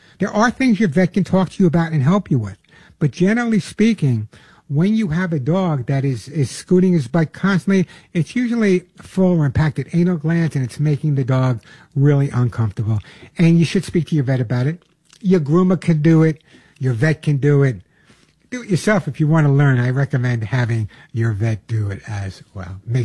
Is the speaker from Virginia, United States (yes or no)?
no; The Bronx, New York, United States; born or raised there; also born or lived in Long Island